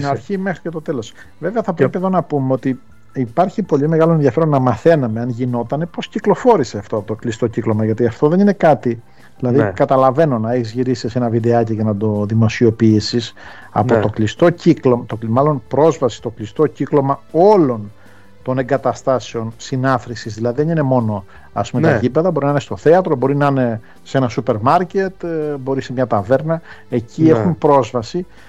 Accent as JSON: {"language": "Greek", "country": "Greece", "said": "όχι επειδή είμαι Έλληνας"}